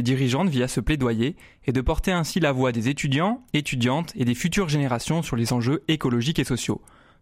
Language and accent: French; Grenoble, Auvergne-Rhône-Alpes, France; moved away; Et de mon côté, je viens de Grenoble. Quand j'étais petit, je skiais au sommet des montagnes.